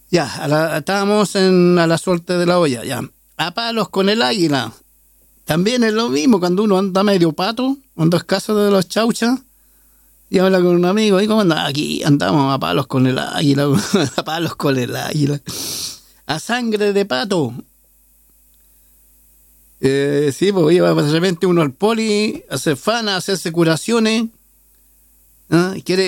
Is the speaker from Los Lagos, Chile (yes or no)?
no; Santiago, Santiago Metropolitan Region, Chile; Los que somos de aquí de la Victoria y que llegamos siendo niños, sabemos las penurias.